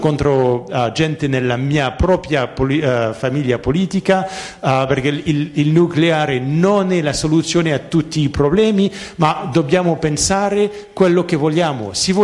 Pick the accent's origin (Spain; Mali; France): France; Ma questo io come francese, voi come italiani